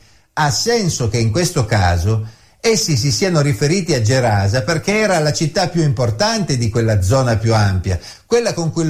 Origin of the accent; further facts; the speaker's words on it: Turin, Piedmont, Italy; se siete italiani io posso dirvi che sono torinese o piemontese e voi capirete a cosa mi riferisco, ma ad altri direi semplicemente che sono italiano